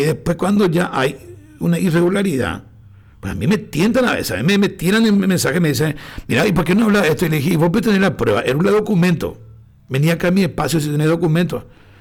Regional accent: Pilar, Ñeembucú, Paraguay; nosotros que somos de Pilar

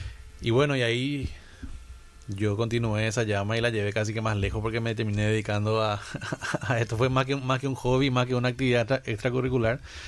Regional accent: Asunción, Paraguay; Así que sí, soy de Asunción, no toda mi vida viví en Asunción porque viví muchos años afuera, uh-huh, pero ahora ya hace 4 años de vuelta y sí, acá por la zona.

